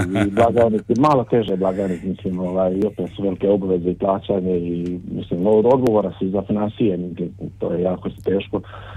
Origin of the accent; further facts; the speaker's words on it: Zemunik Gornji, Zadar County, Croatia; born there; Rođen sam u Dalmaciji, Zadar, blizu Zadra, Zemuni Gornji.